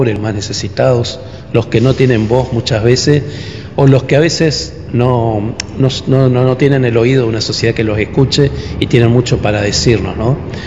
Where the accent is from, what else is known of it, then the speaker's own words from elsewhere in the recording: Itatí, Corrientes, Argentina; born there; Bueno, yo nací en Itatí.